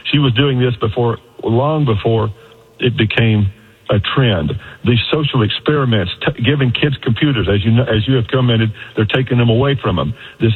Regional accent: Bartlesville, Oklahoma, United States; we've got the only skyscraper that Frank Lloyd Wright built right up here in Bartlesville, which is my hometown, best damn town in the country.

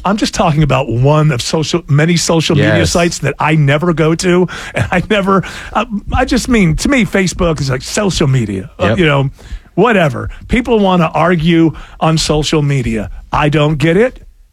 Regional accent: New York, United States; I'm from Western New York. It's like Lake Ontario and Lake Erie.

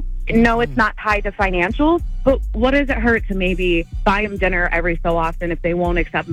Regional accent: Akron, Ohio, United States; I'm from Akron, Ohio

